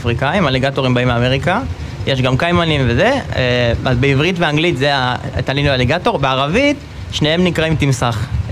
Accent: Central District, Israel; נולדתי במושב, תמיד גדלתי בסביבת בעלי חיים.

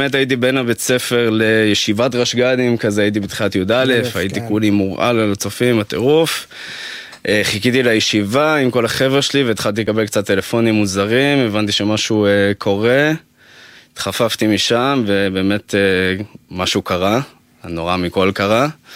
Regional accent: Ramat Gan, Tel Aviv District, Israel; גדלתי ברמת גן, אז תנועת נוער וכל העניינים האלה זה... בצופים.

